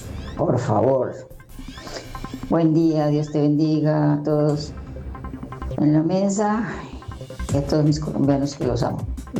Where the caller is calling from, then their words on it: Spain; desde España te digo